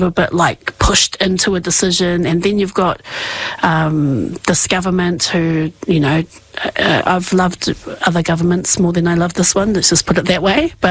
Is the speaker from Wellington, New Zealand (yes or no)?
yes; Masterton, Wellington, New Zealand; born and bred in Masterton, you know, Masterton is our town